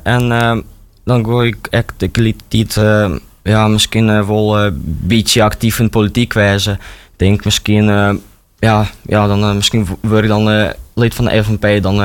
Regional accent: Ukraine; Dutch is a second language; now in Netherlands; want ik kom zelf uit Oekraïne.

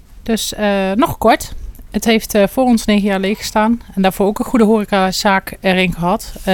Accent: Gelderland, Netherlands; moved away as an adult; now in Friesland/Groningen border, Netherlands; Wij komen niet hier vandaan. Wij komen uit Gelderland.

